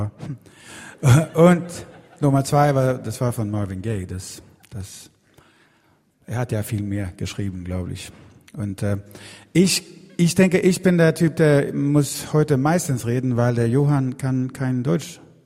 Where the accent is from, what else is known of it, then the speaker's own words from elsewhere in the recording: Sweden; accent: Swedish dialect; German is a second language; Und auch eigentlich nicht in Schwedisch, weil mein Dialekt ist so scheiße, dass das kann niemand verstehen.